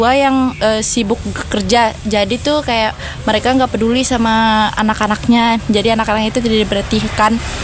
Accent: Sumbawa, West Nusa Tenggara, Indonesia; saya dari Sumbawa.

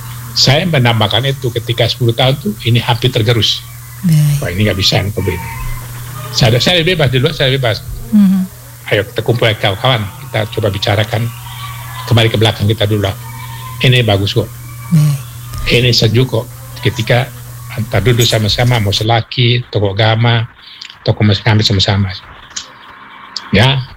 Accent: Ende, East Nusa Tenggara, Indonesia; Perkembangan zaman kita harus akomodir, tapi tidak boleh menghilangkan identitas kita sebagai orang Ende.

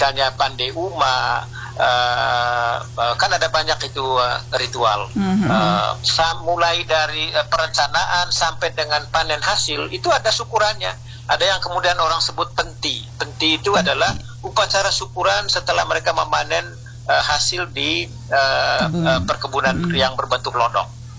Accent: Bailolos, East Nusa Tenggara, Indonesia; kalau misalnya di kampung saya misalnya di Rangat, Desa Bailolos ya

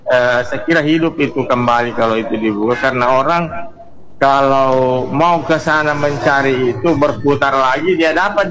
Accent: Palu, Central Sulawesi, Indonesia; Saya ini besar di Gajah Mada itu, saya besar di ujung kasih itu saya bu.

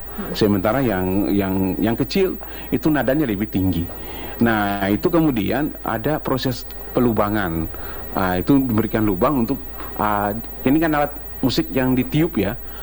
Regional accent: Maluku, Indonesia; Tapi kemudian karena lokal jenisnya kita ya orang Maluku

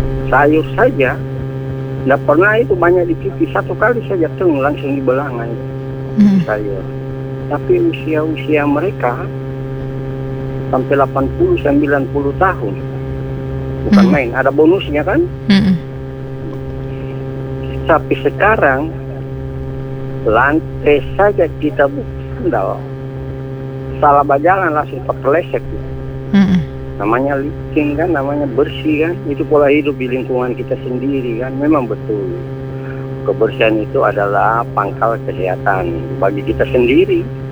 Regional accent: North Sulawesi, Indonesia; kalau di kampung saya bunda, di Sulawesi Utara dulu

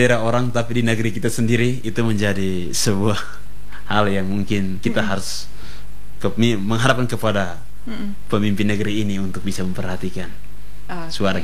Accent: East Nusa Tenggara, Indonesia; kita sebagai orang Belu yang baik.

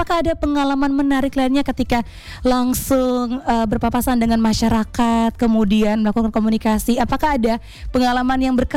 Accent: Ende, East Nusa Tenggara, Indonesia; Kita orang Indi asli

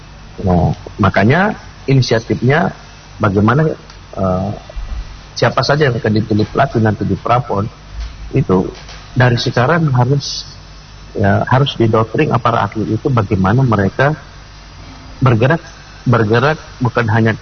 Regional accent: Gorontalo, Indonesia; Saya sampaikan, saya orang Gorontalo.

